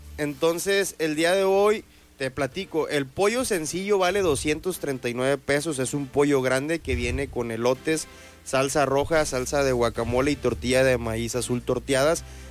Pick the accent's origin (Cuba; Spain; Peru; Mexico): Mexico; Puerto Vallarta, Jalisco; Mi familia, pues somos fundadores de Vallarta